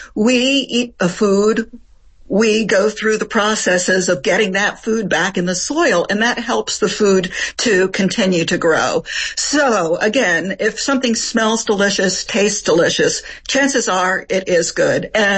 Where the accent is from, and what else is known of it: Appalachia, United States; born or raised there; also born or lived in France